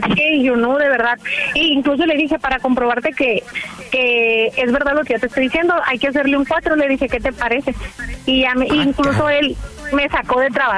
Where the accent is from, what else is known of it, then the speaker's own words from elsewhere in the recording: Mexicali, Baja California, Mexico; 29, Mexicali.